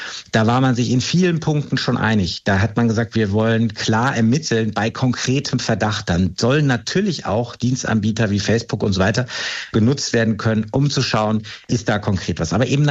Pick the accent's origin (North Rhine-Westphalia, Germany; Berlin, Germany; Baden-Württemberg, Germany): North Rhine-Westphalia, Germany; Ich komme aus Nordrhein-Westfalen, ich habe mit der Cybercrime-Zentralstelle hier in NRW, mit den LKA-Beamten dort gesprochen.